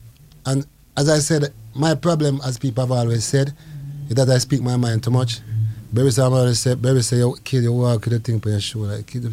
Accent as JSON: {"language": "English", "town": "Montego Bay", "region": "Saint James", "country": "Jamaica", "said": "I'm from Montego Bay too"}